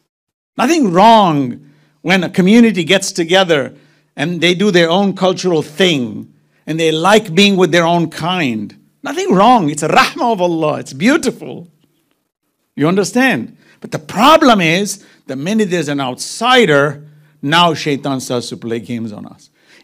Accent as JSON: {"language": "English", "region": "Zanzibar", "country": "Tanzania", "said": "I come from Zanzibar. You know, 40 minutes down is Dar es Salaam."}